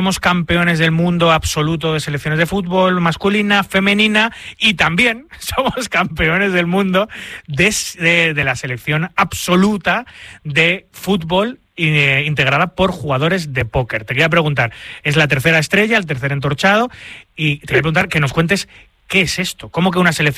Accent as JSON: {"language": "Spanish", "country": "Spain", "said": "Te digo una cosa, da igual lo que se juegue, cómo se juegue, yo soy español"}